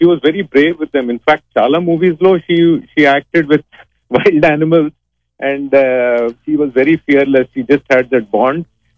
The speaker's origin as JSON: {"language": "Telugu", "town": "Hyderabad", "region": "Telangana", "country": "India", "tie": "born or raised there", "said": "నేను చిన్నప్పుడు హైదరాబాద్ లో"}